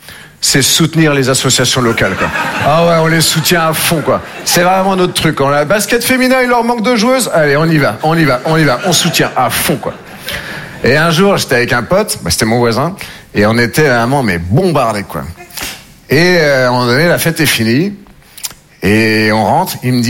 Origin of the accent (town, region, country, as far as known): Nouvelle-Aquitaine, France